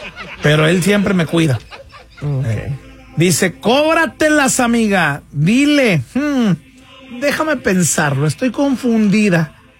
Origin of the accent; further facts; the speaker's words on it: San Luis Potosí, Mexico; Pero yo no soy de allá, yo soy de San Luis.